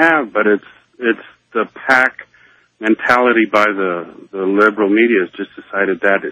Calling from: Denver, Colorado, United States; calling you from Denver.

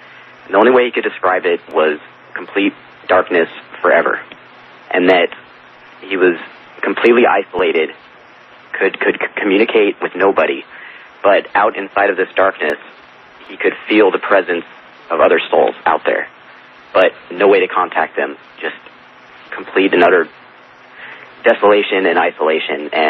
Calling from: Devore, California, United States; in DeVore, California.

